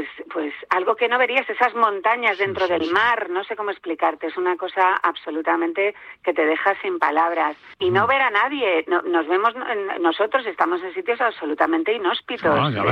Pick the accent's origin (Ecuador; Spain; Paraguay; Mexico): Spain; Nosotros somos los únicos españoles